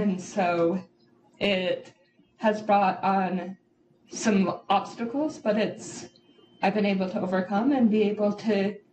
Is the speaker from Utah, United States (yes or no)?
yes; Utah, United States; I grew up in Northern Utah, and I love outdoor activities